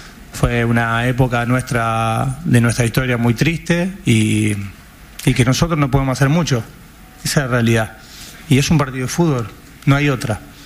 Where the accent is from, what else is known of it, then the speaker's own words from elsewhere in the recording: Argentina; Ahora, que nosotros como argentinos tengamos memoria a esa gente que fue ahí